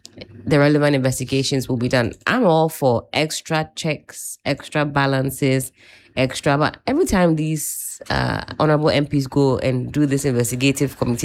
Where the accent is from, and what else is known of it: Ghana